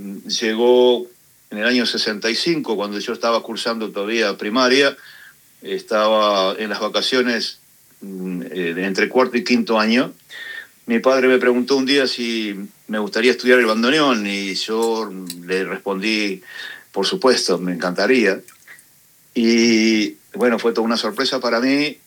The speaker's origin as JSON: {"language": "Spanish", "town": "Toledo", "region": "Canelones", "country": "Uruguay", "tie": "born or raised there", "also_born_or_lived": "Montevideo", "said": "En realidad nací en Montevideo, pero sí, me crié desde apenas nacido en la zona de Toledo, Ruta 6, Canelones."}